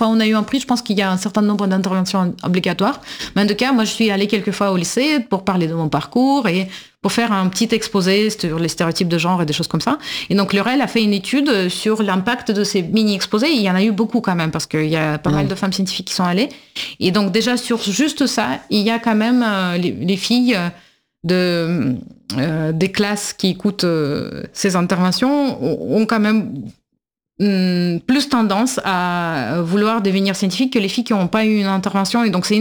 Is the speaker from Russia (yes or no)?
yes; Russia; Et je ne suis pas géorgienne, mais je suis russe et la Russie a une loi analogue